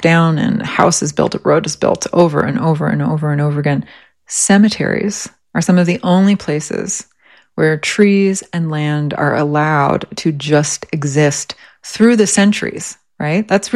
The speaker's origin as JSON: {"language": "English", "region": "Connecticut", "country": "United States", "tie": "born or raised there", "said": "Growing up in Connecticut, in the woods, it's a very different experience."}